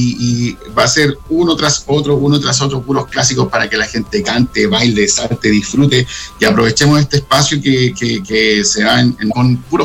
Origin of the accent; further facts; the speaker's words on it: Valparaíso, Chile; todos los que somos de acá del Paraíso, en la Ritoque.